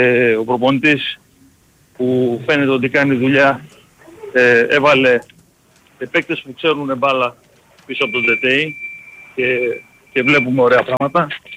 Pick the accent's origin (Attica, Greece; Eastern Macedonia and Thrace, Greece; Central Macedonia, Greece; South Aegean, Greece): Attica, Greece; Agioi Anargyroi; Λοιπόν, είμαι … από Αγίους Μαργυρούς